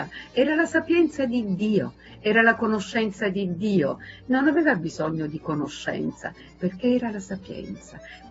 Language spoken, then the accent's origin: Italian; Cosenza, Calabria, Italy; Io amo molto il dialetto, sono una cosentina, metà romana perché mia mamma era romana, una cosentina che ama molto il dialetto di Bibbo, il dialetto anche di Catanzaro.